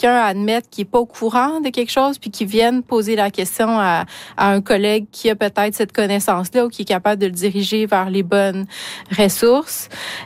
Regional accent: Quebec, Canada; first language Innu-aimun; French is a second language; Imagine, moi qui parle Inuit-Moon, ma langue maternelle, c'est l'Inuit-Moon, puis j'étais rendue une défendresse de la langue française.

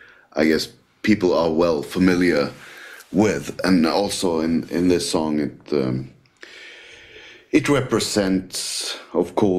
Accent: Norway; I'm from Norway

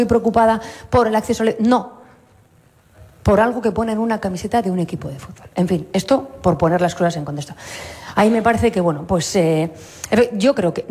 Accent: Navarre, Spain; Mira, los navarros somos plurales, diversos, navarros que se sienten vascos, navarros que se sienten del mundo, navarros que se sienten solo navarros que se sienten navarros y españoles.

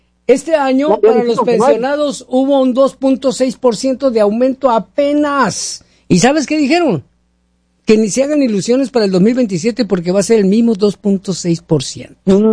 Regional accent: Venezuela; Somos venezolanos, somos, vamos a decirlo, libres y soberanos.

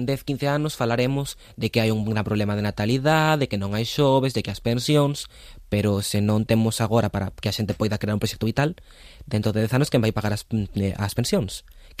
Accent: A Coruña, Galicia, Spain; Sí, a ver, eu son coruñés e, por exemplo, meus pais, a primeira vez que se mudaron foi a un piso de protección oficial

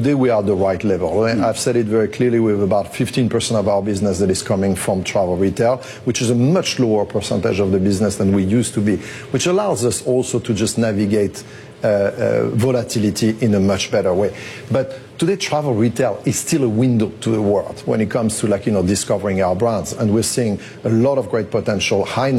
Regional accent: United States; born there; accent: French; I was born in the U.S. despite my French accent

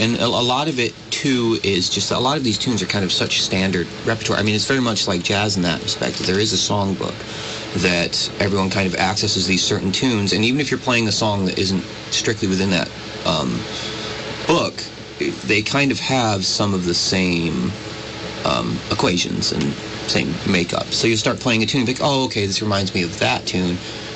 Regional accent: Vermont, United States; born there; being around Vermont. There's actually a pick or an open jam that used to happen in my hometown

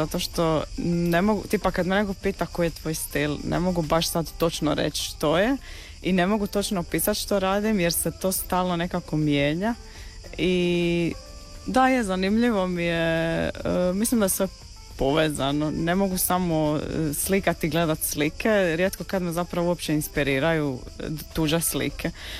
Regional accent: Zadar, Zadar County, Croatia; born or raised there

